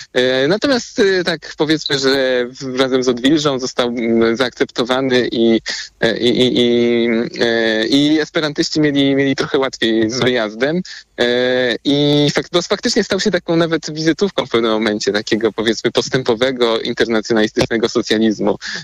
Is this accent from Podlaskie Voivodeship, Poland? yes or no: yes; Białystok, Podlaskie Voivodeship, Poland; dla mnie jako białostoczanina